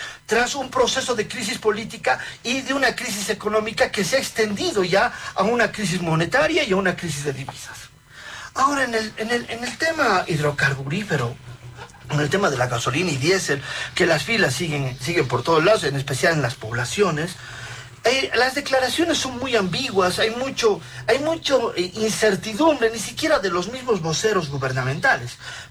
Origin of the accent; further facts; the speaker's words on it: Bolivia; nos tendría que llamar la atención como bolivianos.